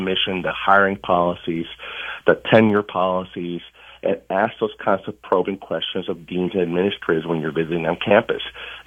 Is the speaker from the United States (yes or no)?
yes; Rochester, New York, United States; moved away as an adult; I grew up in Rochester, New York.